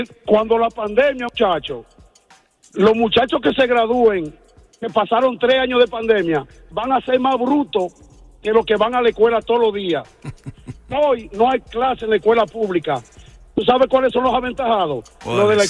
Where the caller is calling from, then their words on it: New Jersey, United States; yo vivo en New Jersey